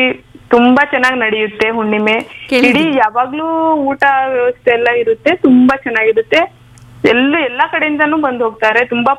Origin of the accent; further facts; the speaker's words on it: Arsikere, Karnataka, India; now in Bengaluru, India; ನಾವು ಬ್ಯಾಂಗ್ಳೂರಲ್ಲೇ ಇರೋದು. ಅದ್ರ ನಮ್ದು ನೇಟಿವ್ ಹಾಸನ್, ಹಾಸನ್ ಡಿಸ್ಟ್ರಿಕ್ಟ್ ಮೇಡಮ್ದು.